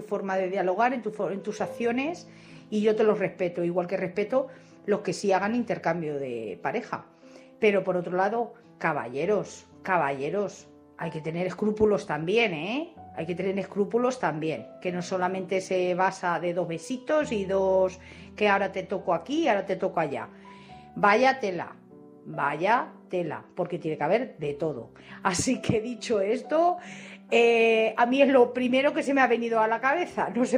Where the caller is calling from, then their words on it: Madrid, Community of Madrid, Spain; de Madrid.